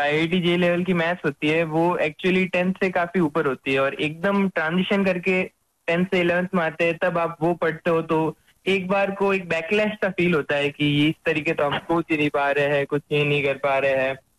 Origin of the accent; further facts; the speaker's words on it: Jodhpur, Rajasthan, India; मैं जोधपुर का निवासी हूँ और मेरा मूल गाँव भोपालगढ़ के पास कुड़ी है।